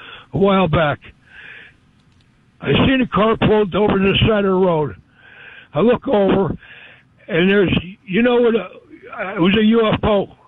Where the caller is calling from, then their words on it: Connecticut, United States; I'm from Connecticut.